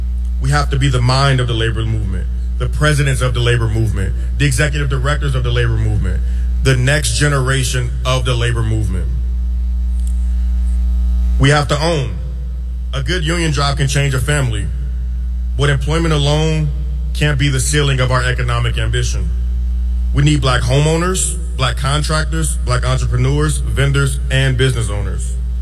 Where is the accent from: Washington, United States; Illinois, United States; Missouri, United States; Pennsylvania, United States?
Illinois, United States; Chicago; something that I learned growing up on the South Side.